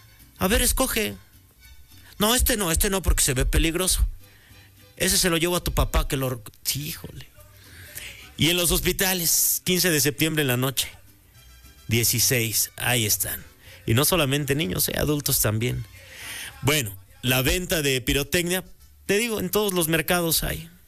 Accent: Mexico; No, uno se las ingenia como buen mexicano ahí con Doña Pelos.

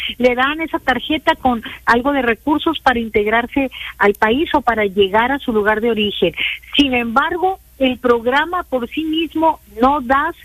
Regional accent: Sonora, Mexico; Un punto muy importante que nosotros enfatizamos, Coco, porque venimos de Sonora, es voltear a las regiones

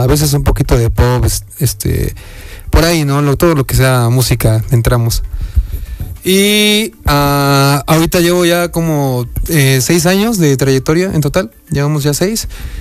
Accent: Puebla, Mexico; Somos de aquí de Puebla, soy de aquí de Puebla.

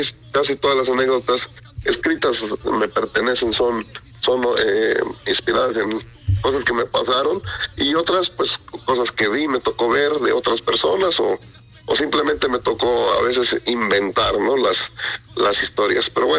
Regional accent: Zacualpan, Veracruz, Mexico; no nos he podido recuperar de la bailada de 4 días que nos aventamos por allá en mi pueblo. Pero sí, el próximo carnaval quedan invitadísimos también a Zacualpan, Veracruz, que es un pueblo chiquito, muy bonito.

